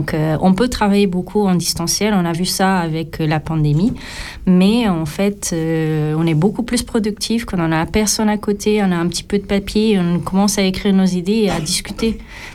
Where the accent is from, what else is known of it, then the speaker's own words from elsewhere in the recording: Portugal; now in Switzerland; je suis pas suisse, je suis pas française, je suis portugaise.